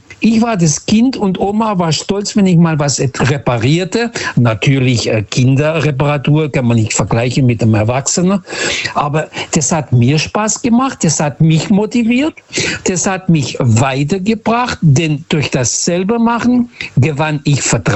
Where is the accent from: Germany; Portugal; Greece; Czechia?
Portugal; Lisbon